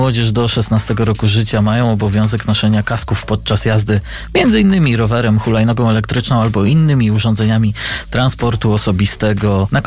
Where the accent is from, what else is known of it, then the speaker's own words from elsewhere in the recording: Kadzidło, Masovian Voivodeship, Poland; Kadzidło to kurpie, to tak tylko lekko sprostuję, bo to moje rodzinne strony.